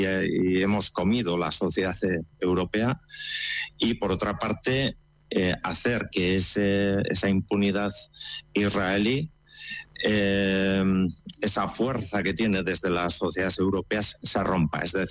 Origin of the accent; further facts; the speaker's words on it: Basque Country, Spain; Como ciudadanos de Euskal Herria y como parte europea, somos parte del engranaje imperialista